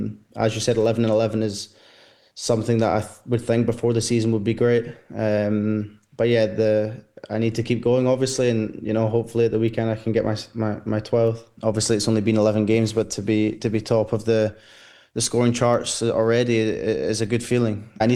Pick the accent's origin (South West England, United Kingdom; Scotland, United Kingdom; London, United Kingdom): Scotland, United Kingdom; Glasgow; now in Sweden; I'm born and raised in Glasgow and yeah, I'm definitely Scottish.